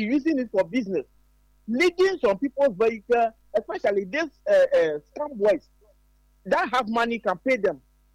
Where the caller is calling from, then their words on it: Volta, Ghana; from Anoga in the Volta region.